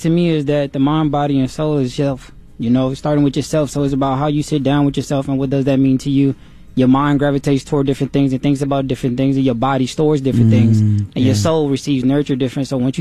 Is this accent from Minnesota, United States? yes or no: yes; Minneapolis, Minnesota, United States; I'm from Southside Minneapolis, current grad student over at Bethel University.